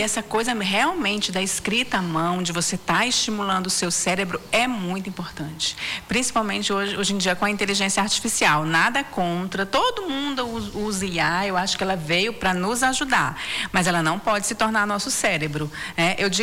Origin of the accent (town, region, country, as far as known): Acre, Brazil; born there